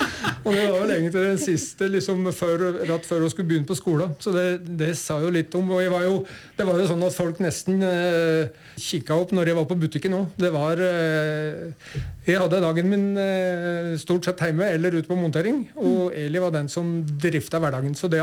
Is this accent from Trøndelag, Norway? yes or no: no; Uvdal, Buskerud, Norway; Utover det så er jeg hjemme i Uvdal.